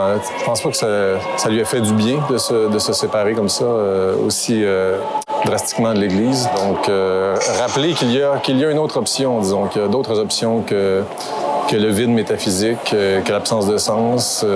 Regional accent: Quebec, Canada; Je parlerai en tant que Québécois qui vit dans une société particulièrement sécularisée

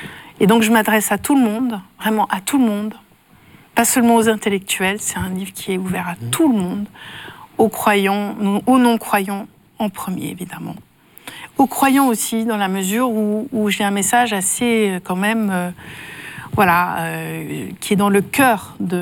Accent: Nancy, Grand Est, France; Et puis toute cette société bourgeoise qui, à Nancy, ma ville natale, qui prétendait être catholique

